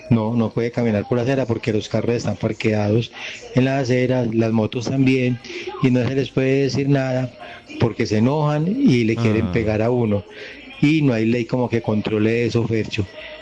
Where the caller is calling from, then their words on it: Medellín, Antioquia, Colombia; Te hablo desde Aranjuez.